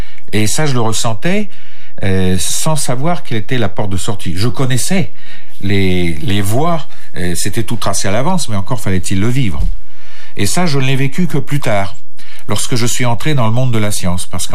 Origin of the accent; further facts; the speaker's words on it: Île-de-France, France; Je suis né en France, mais ce qu'on appelle né en exil. Bon, c'est peut-être un peu pompeux, mais en exil, ça veut dire que mon père, ainsi que ma mère, faisaient partie d'une communauté de réfugiés politiques, de gens chassés pour des raisons aussi politiques